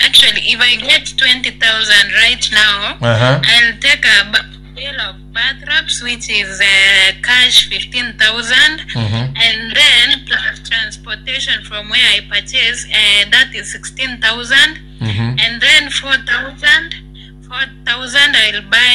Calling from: Nairobi, Kenya; Okay, engineer student. I'm talking from Kenyatta University, Nairobi.

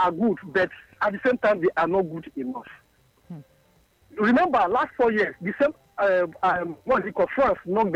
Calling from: Ikeja, Lagos, Nigeria; I'm calling from Ikeja.

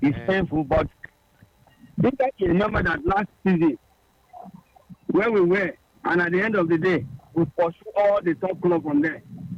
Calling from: Agbada, Nigeria; I'm calling from Agbada.

